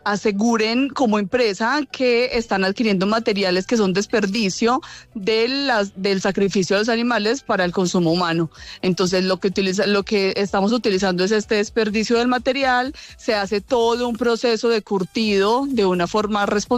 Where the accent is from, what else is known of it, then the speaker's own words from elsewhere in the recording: Manizales, Caldas, Colombia; now in Bogotá, Colombia; Hay una feria que no me pierdo, que es la feria de mi ciudad. Yo soy de Manizales y en la feria artesanal en enero llevo más o menos 8 años asistiendo